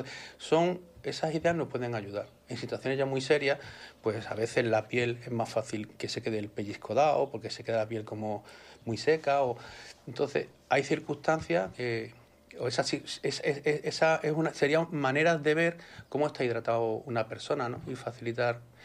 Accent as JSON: {"language": "Spanish", "town": "Córdoba", "region": "Andalusia", "country": "Spain", "tie": "born or raised there", "moved": "yes", "lives_now": "Málaga, Spain", "said": "yo soy de Córdoba, yo soy de interior, entonces a la hora de apreciar el calor y la humedad es distinta. Llevo ya muchos años en Málaga"}